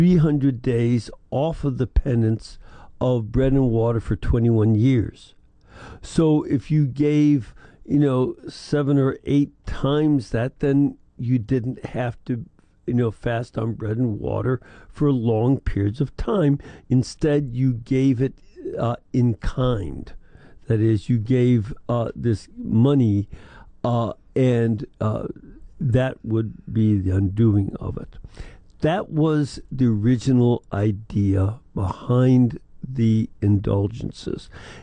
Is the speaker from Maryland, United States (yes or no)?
no; Chicago, Illinois, United States; I'm from Chicago originally. I am not shocked.